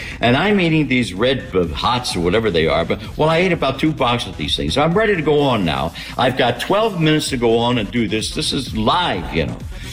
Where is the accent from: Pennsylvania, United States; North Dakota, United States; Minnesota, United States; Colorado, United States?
Pennsylvania, United States; Philadelphia; she thinks it's a kid that I grew up with in South Philly, a lot of Italian kids, thought it was Bobby De Niro.